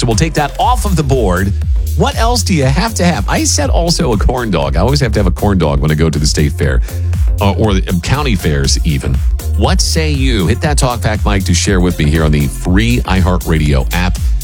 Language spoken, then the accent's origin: English; Sedalia, Missouri, United States; I grew up in Missouri. My hometown of Sedalia has the Missouri State Fair.